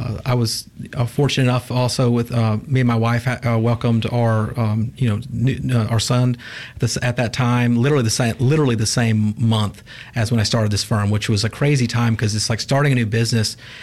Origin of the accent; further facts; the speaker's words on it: Jackson, United States; You know, I'm from Jackson. My family's from Jackson.